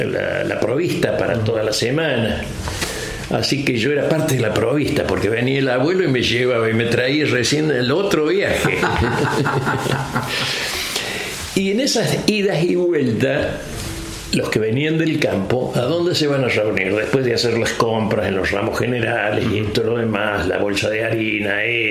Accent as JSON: {"language": "Spanish", "town": "Carrilobo", "region": "Córdoba", "country": "Argentina", "tie": "born there", "said": "Yo soy nacido en Carrilobo. Ajá. Un pueblito al sudeste de la provincia de Córdoba."}